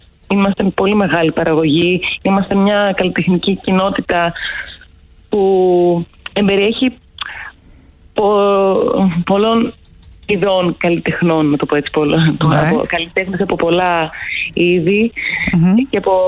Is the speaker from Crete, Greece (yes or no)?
no; Thessaloniki, Central Macedonia, Greece; moved away as an adult; now in Athens, Greece; Εγώ μεγάλωσα, γεννήθηκα στη Θεσσαλονίκη.